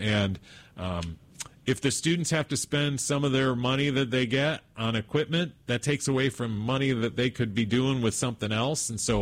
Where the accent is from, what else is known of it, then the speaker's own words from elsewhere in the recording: Paw Paw, Michigan, United States; I grew up in Pawpaw.